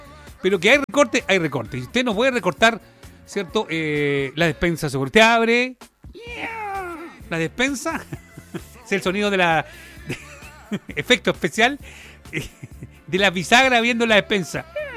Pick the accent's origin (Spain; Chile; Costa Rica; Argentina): Chile